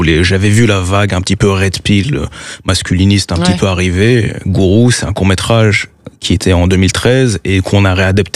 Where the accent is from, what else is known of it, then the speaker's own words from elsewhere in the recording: France; En tant que Français, issu d'immigration